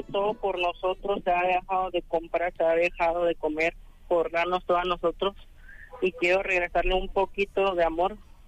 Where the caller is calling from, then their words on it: Acapulco, Guerrero, Mexico; De la ciudad Renacimiento